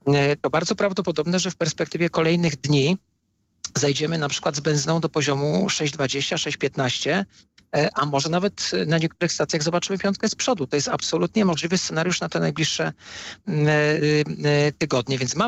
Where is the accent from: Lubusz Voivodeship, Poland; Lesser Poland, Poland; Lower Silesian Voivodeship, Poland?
Lesser Poland, Poland; Kraków; Ja jestem z Krakowa